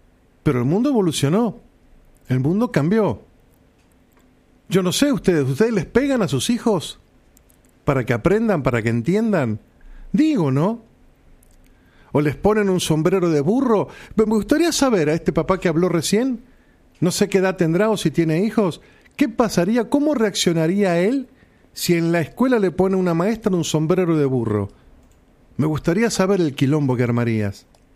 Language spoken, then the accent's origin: Spanish; Patagonia, Argentina; me crié en la Patagonia, chicos. Me crié en un frío de cagarse en el medio del viento